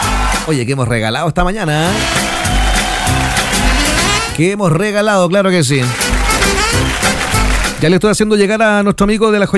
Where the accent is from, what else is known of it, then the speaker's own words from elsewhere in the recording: Chile; Como buenos chilenos, a última hora, ¿no?